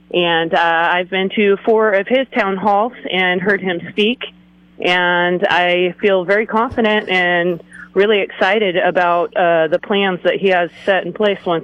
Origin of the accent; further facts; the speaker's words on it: Los Osos, California, United States; I'm from District 2 out here in Los Osos. And I love being a coastal person. I've been a resident of the Central Coast my whole life.